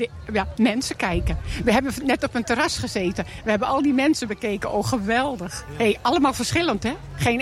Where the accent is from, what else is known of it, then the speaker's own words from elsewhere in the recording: Noordwolde, Friesland, Netherlands; Ik kom uit Noordwolde, Friesland.